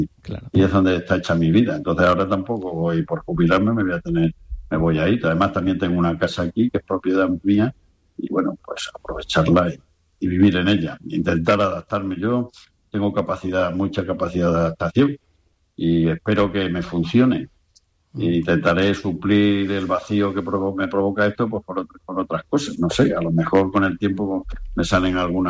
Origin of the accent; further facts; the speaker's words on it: Extremadura, Spain; aunque yo soy de Cáceres y tengo una casa en un pueblo de Cáceres que se llama Casa Tejada, sí, donde eran mis padres y toda mi familia